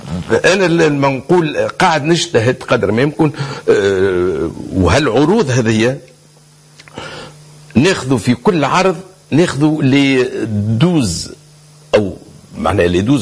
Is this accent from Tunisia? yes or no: yes; Tunisia; وأنا كتونسي بطبيعة